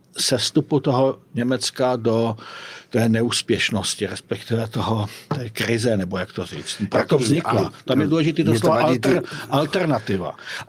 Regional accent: Prostějov, Olomouc Region, Czechia; Já jsem taky z Prostějova.

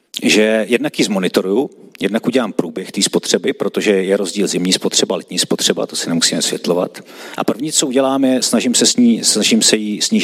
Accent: Ústí nad Labem Region, Czechia; Přijel jsem ze Šluknovského výběžku. Možná to víte, my se nacházíme mimo Českou kotlinu

